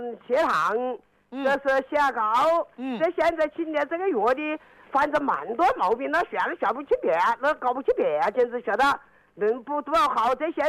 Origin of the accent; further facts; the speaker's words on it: Wuhan, Hubei, China; 哎，大吉街农田村。